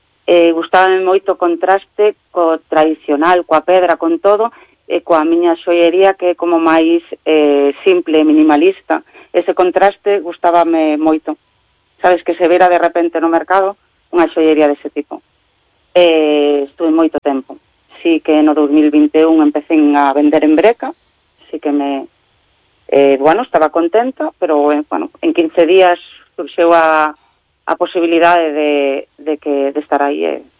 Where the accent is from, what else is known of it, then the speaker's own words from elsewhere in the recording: O Grove, Galicia, Spain; Son do Grove, son de Puerto de Mar, falando de peixe.